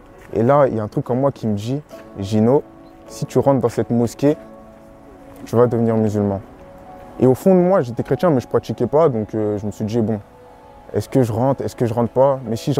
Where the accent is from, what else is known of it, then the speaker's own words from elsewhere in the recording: Togo; Donc moi, voilà, j'ai grandi dans une famille africaine, je suis originaire du Togo